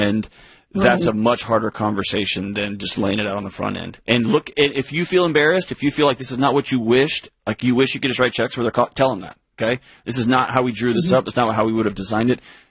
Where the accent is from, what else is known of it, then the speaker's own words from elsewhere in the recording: Texas, United States; in my home state of Texas, where I grew up and where I worked